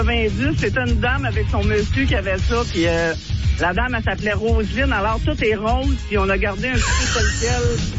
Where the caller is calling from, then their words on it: Quebec, Canada; Nous, on vient de l'Estrie